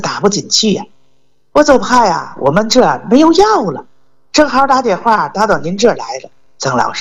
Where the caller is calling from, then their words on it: Tianjin, China; 我是天津的